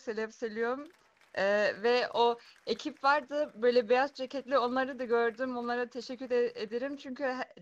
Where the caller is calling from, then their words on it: Cologne, North Rhine-Westphalia, Germany; Köln'den katıldım.